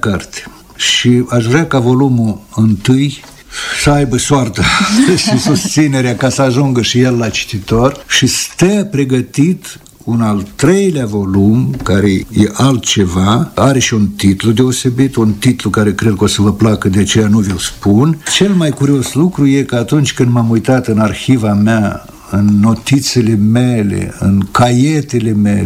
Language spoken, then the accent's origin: Romanian; Romania; also born or lived in Leningrad; ca român care a început să înțeleagă ce-i cu neamul nostru